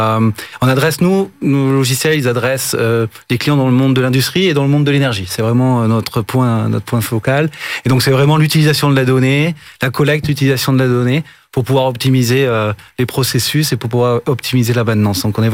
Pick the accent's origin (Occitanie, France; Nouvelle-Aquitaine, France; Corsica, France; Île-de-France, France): Occitanie, France; Toulouse; je suis de Toulouse